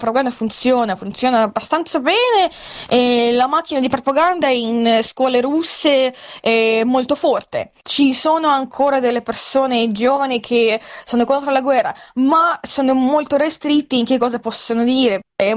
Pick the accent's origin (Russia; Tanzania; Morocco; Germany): Russia; now in Latvia; la mia propria esperienza è stata che quando io mi sono trasferita dalla Russia a Lettonia, in quel momento in 2022, io certo che parlavo con i miei amici della guerra